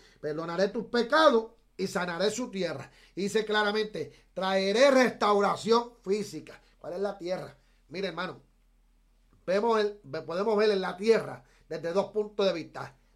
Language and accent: Spanish; Puerto Rico; Si vemos en Puerto Rico, yo soy puertorriqueño